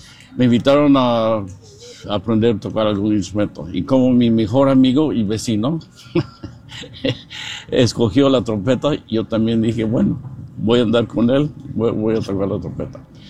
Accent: Bakersfield, California, United States; also born or lived in Oakland / Arroyo Grande; Y por eso nací en Oakland. Pero eventualmente, después de vivir un rato en Arroyo Grande, en la costa de California Central, nos establecimos en Bakersfield. Yo tenía como 5 años.

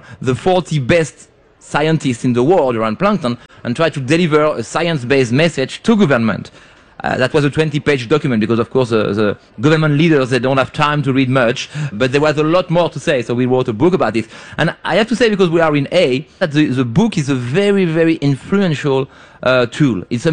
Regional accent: France; I come from France, and I was in CBIT. I come from France.

